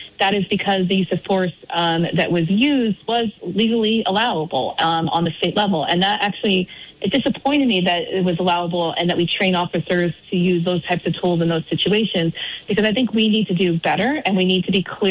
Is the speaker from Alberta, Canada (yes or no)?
no; Barrie, Ontario, Canada; I learned actually from a great legislator when I served alongside Peter Anthony from my hometown of Barrie